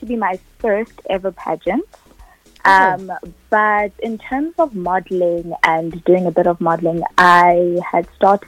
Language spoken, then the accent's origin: English; Johannesburg, Gauteng, South Africa; also born or lived in Bochum, Limpopo; a 28-year-old. I am from Johannesburg, Gauteng. But I have origins in Limpopo, Bochum.